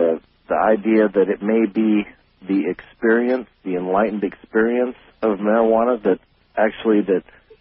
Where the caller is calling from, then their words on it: Fresno, California, United States; from Fresno, California.